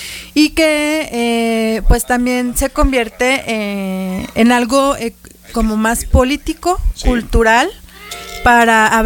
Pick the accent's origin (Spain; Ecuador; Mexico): Mexico; nosotros en realidad somos mexicanos y cada cosa que podemos mostrar es porque es nuestro origen.